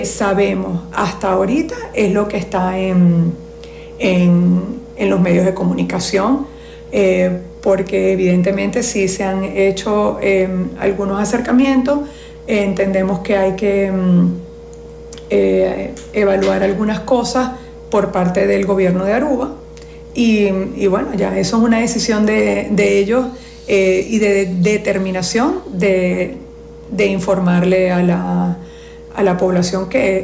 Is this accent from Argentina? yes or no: no; Venezuela; creo que los venezolanos somos personas de bien